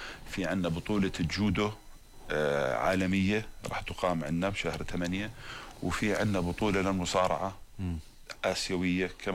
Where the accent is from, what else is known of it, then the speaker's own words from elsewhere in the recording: Jordan; عندنا بالأردن